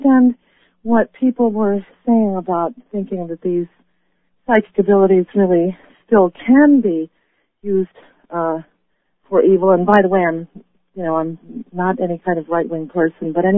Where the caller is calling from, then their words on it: Chicago, Illinois, United States; in Chicago.